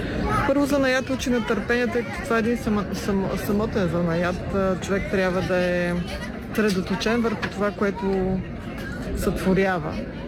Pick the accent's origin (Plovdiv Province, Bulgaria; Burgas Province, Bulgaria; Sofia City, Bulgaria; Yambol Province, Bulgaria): Sofia City, Bulgaria; Sofia; Родом съм от София и се занимавам с тъкане.